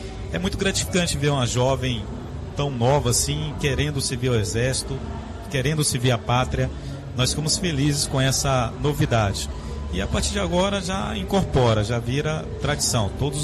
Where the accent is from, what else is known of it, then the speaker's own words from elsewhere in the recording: Fortaleza, Ceará, Brazil; moved away as an adult; also born or lived in Altamira; now in Belém, Brazil; eu sou natural de Fortaleza, mas já moro em Belém 8 anos e tem mais 4 anos de Altamira, então são 12 anos no total.